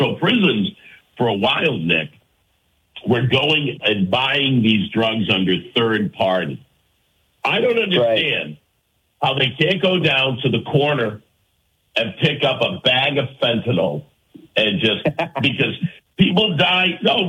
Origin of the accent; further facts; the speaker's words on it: Ireland; Because if you're honest as an Irishman, if you're really honest